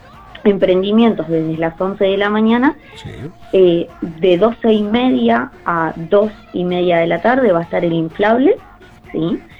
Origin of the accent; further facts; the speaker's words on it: Estación Atlántida, Canelones, Uruguay; acá, de mi pueblo, de Estación Atlántida